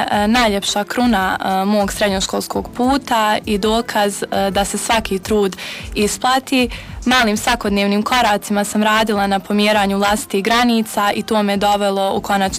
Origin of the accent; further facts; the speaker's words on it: Vareš, Federation of Bosnia and Herzegovina, Bosnia & Herzegovina; also born or lived in Sarajevo; rođena sam 2007. godine u Sarajevu, odrasla sam i školovala se u Varaš Majdanu i Varešu.